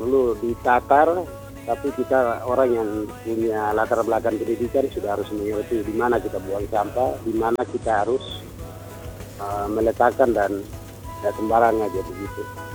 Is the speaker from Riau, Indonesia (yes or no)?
no; Biak, Papua, Indonesia; now in Timika, Indonesia; kita orang Biak atau orang Serui atau suku Biak yang di Papua bagian utara